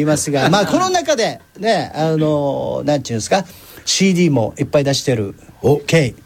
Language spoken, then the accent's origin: Japanese; Okinawa, Japan; moved away; まあまあ全員ね、沖縄出身ですけども